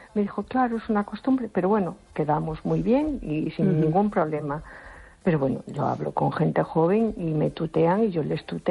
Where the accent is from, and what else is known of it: A Coruña, Galicia, Spain